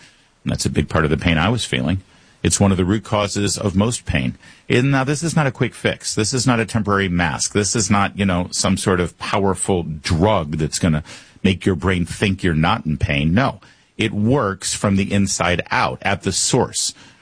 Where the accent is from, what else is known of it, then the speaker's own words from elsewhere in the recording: California, United States; I'm from California, lived there since I was 13. California is important to me